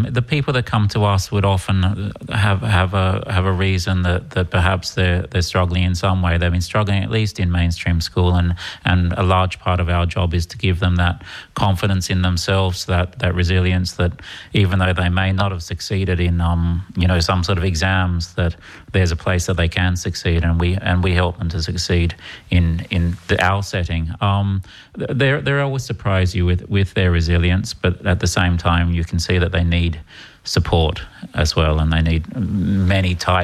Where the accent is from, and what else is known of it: Perth, Western Australia, Australia; moved away as an adult; now in Ireland